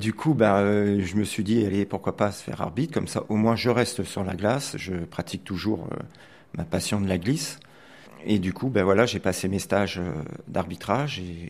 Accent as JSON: {"language": "French", "town": "Paris", "region": "Île-de-France", "country": "France", "moved": "as an adult", "lives_now": "Montpellier, France", "said": "j'ai 55 ans. Je pratique le hockey depuis 39 ans. Je viens de Paris, en fait. Ça fait 14 ans que je suis sur Montpellier."}